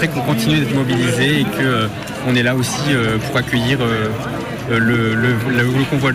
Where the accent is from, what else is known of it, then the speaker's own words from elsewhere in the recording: Auvergne-Rhône-Alpes, France; Je suis là parce que je viens du Puy-de-Dôme.